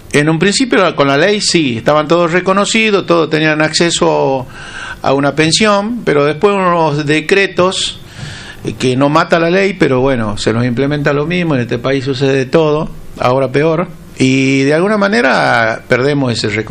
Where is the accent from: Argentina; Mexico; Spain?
Argentina; seguimos reclamando las islas como argentinos